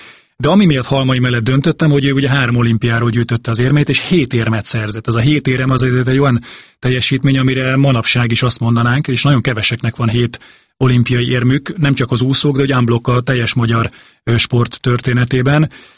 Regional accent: Zalaegerszeg, Zala, Hungary; ő is zalaegerszegi, mint ahol én származom

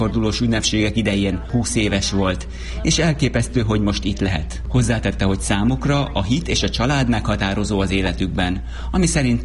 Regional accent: Hungary; én magyar vagyok

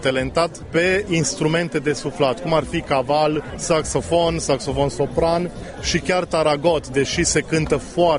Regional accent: Cârța, Sibiu County, Romania; Eu deloc sunt din județul Sibiu, acolo am copilărit, acolo am crescut la Cârța, la poalele munților Făgăraș

